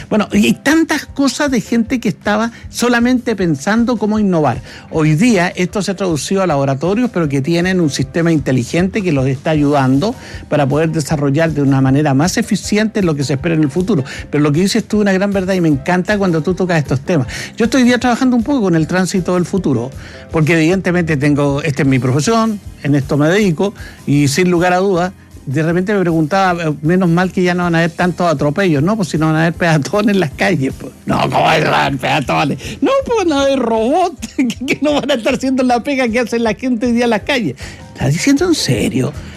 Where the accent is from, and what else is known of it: Argentina